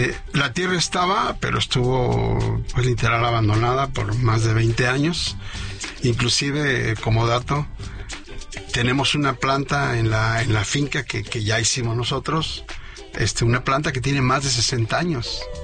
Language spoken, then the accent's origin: Spanish; Veracruz, Mexico; born there; also born or lived in Mexico City; porque yo soy de allá. Yo nací en Veracruz, pero mi papá murió